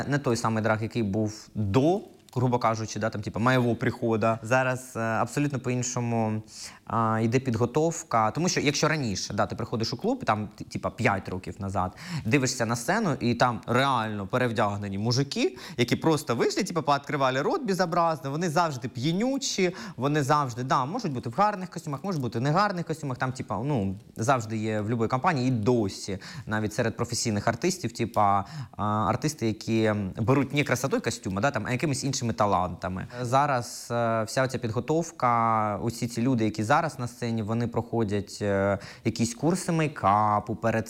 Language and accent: Ukrainian; Kropyvnytskyi, Kirovohrad Oblast, Ukraine; Ні, я з Кропивницького.